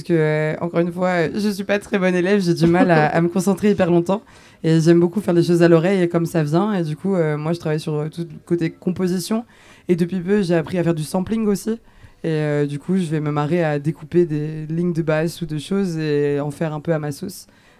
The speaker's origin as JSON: {"language": "French", "country": "France", "said": "Mais en fait, étonnamment, je suis française, mais j'ai pas du tout grandi dans la musique française."}